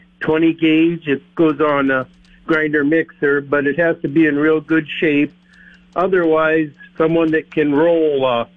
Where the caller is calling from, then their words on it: Lakefield, Minnesota, United States; Lakefield.